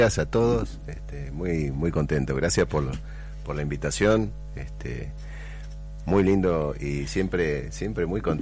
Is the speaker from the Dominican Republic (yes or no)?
no; Neuquén, Argentina; Miren qué solidario que somos los patagónicos, específicamente los neuquinos, los rionegrinos, con el país.